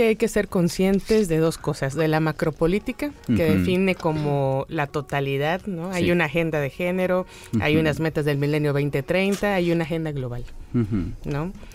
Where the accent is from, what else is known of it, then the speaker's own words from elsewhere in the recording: Chiapas, Mexico; moved away; yo soy de Chiapas.